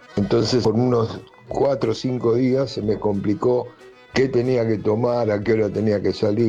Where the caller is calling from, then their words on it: Floresta, Buenos Aires, Argentina; mi DNI es 179, los sigo escuchando